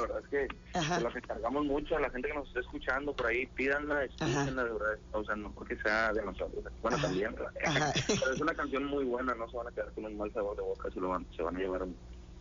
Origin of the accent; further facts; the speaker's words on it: Ciudad Mante, Tamaulipas, Mexico; now in Nuevo León, Mexico; yo soy una persona en Tamaulipas, yo soy tamaulipeco, pero vivo acá en Nuevo León.